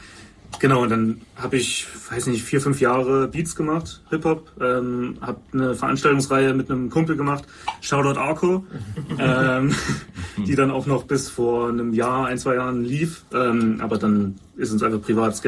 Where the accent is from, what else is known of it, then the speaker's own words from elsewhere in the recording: Leipzig, Saxony, Germany; weil der Stadtteil, wir kommen aus Bülitz-Ehrenberg, ist 04178.